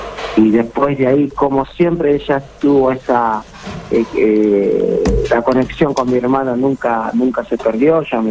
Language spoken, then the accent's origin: Spanish; Cape Verde; moved away; yo cuando salí de Cabo Verde, yo sabía que nunca iba a ver a Cabo Verde jugando en un torneo tan importante